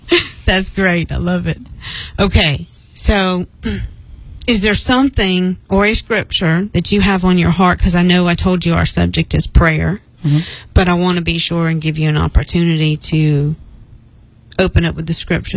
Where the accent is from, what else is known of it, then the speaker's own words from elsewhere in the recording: Charleston, South Carolina, United States; because I'm from Charleston, so everybody talks real Southern and slow.